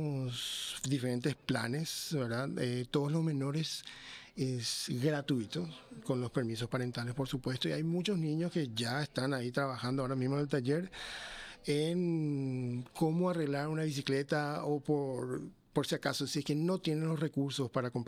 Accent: Paraguay; also born or lived in United States; Vengo de Paraguay, pero viví mucho tiempo también en Estados Unidos

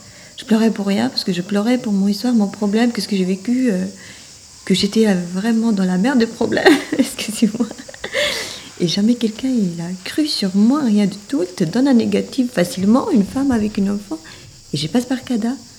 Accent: Albania; now in Besançon, France; Alors, je suis venue de Albanie, à Besançon.

